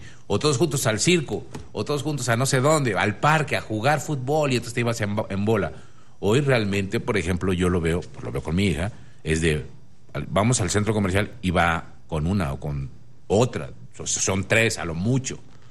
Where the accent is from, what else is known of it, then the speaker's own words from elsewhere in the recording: Mexico; como familia mexicana, somos muégano